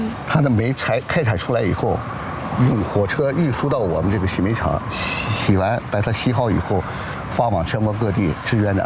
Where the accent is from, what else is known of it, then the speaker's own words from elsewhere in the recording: Shizuishan, Ningxia, China; 就跟我们石嘴山一样的，因煤而生，因煤而兴